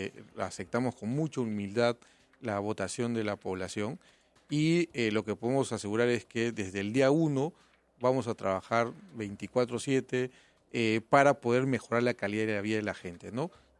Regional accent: Puerto Maldonado, Madre de Dios, Peru; Yo soy de Madre de Dios

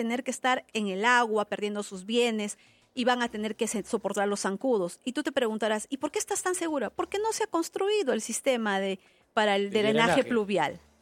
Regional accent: Peru; hay que hacer algo como peruanos y hay que entender el gran poder que tenemos los peruanos.

